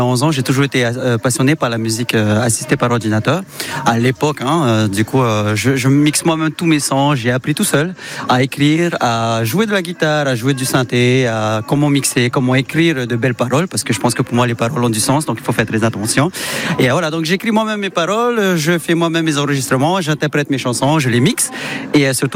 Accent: French Polynesia; originaire de Tahiti en Polynésie française.

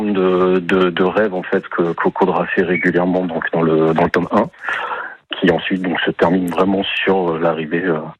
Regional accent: Hauts-de-France, France; Donc moi je suis natif du Pas-de-Calais et ma femme a vécu donc son enfance à Bayonne

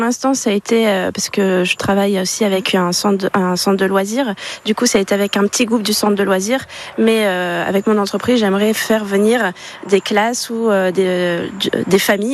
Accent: Hauts-de-France, France; moved away as an adult; also born or lived in Côtes-d'Armor; now in Cotentin, France; Alors, je suis originaire du Pas-de-Calais, du coup, voilà, dans le nord de la France, on a toujours fait ça. Et quand je suis venue ici en Normandie rejoindre mon compagnon

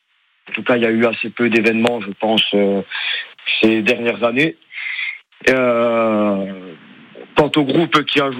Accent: Corsica, France; chez nous en Corse

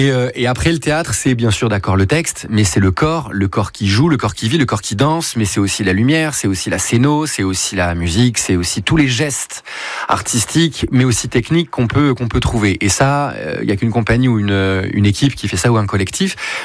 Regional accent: Bordeaux, Nouvelle-Aquitaine, France; Nous, on est de Bordeaux.

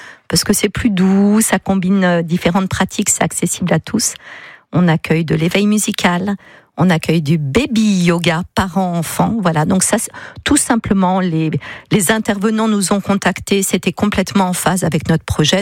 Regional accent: Paris, Île-de-France, France; moved away as an adult; now in Sablé-sur-Sarthe, France; moi, je ne suis pas sablonienne, je suis parisienne. Je suis arrivée à Sablé avec la compagnie de danse en 2001, puis vraiment installée en 2004.

